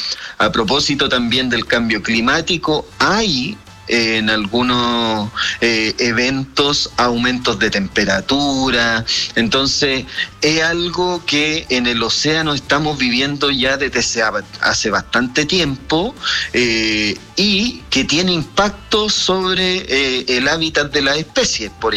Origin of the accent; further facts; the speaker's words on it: Talcahuano, Biobío, Chile; Yo soy particularmente de Talcahuano, conozco la historia muy bien.